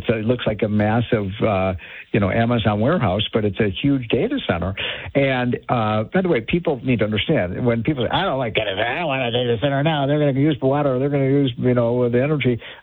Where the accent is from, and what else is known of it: Chicago, Illinois, United States